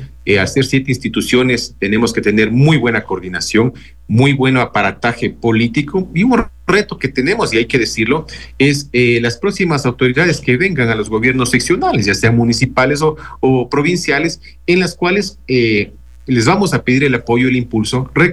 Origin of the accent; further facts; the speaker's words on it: Riobamba, Chimborazo, Ecuador; Yo llevo acá en la prefectura casi 21 años. Bueno, yo soy de Riobamba, trabajo acá ya 21 años.